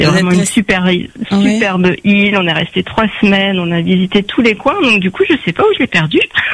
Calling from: Île-de-France, France; On est dans le Val d'Oise, c'est au nord de Paris.

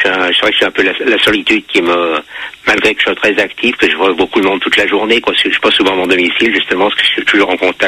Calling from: Toulouse, Occitanie, France; J'appelle de Toulouse, en Haute-Garonne.

